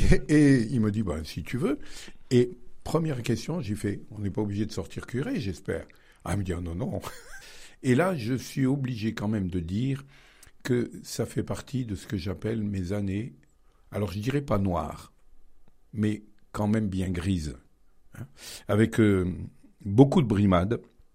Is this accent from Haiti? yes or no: no; Bathernay, Auvergne-Rhône-Alpes, France; born there; je suis né à Batternay, je suis un petit village du nord de Rome.